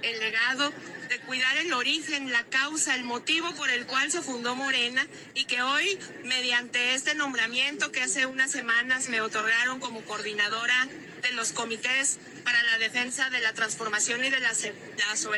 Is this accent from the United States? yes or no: no; Mexico; somos millones de mexicanas y de mexicanos que creemos en la transformación.